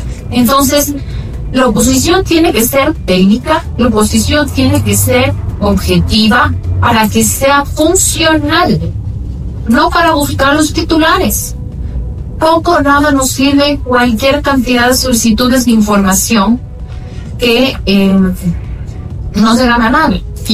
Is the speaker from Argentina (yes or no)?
no; Ecuador; como ciudadanos, como ecuatorianos, somos los primeros que tenemos que estar vigilantes